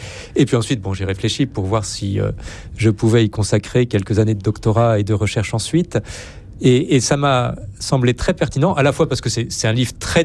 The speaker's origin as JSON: {"language": "French", "country": "France", "said": "pour moi, je suis français"}